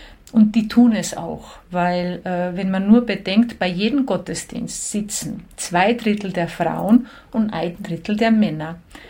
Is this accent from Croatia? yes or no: yes; Đakovo, Osijek-Baranja County, Croatia; Genau, in Giacovo, in meinem Heimatort, ist ja das älteste Lipizzanergestüt der Welt und da bin ich täglich reiten gegangen.